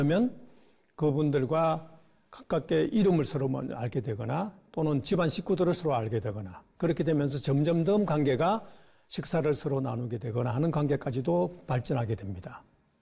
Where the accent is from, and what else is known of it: South Korea